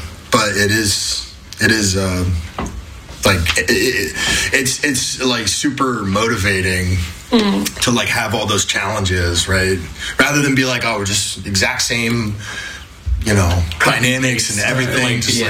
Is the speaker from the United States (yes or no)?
no; Brazil; I'm from Brazil.